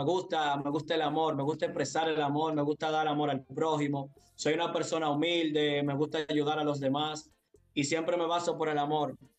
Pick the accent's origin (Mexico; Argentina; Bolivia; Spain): Bolivia